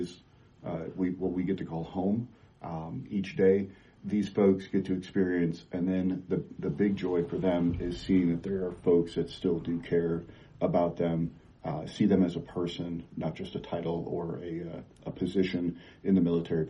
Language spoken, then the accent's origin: English; New York, United States; moved away; I'm originally from New York